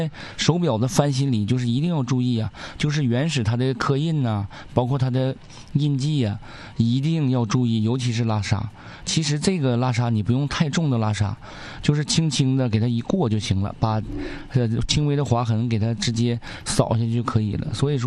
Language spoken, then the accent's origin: Chinese; Northeast China, China; now in Changchun, China; 我觉得作为东北人来还是挺幸福的。你看在咱们长春虽说是热暑伏了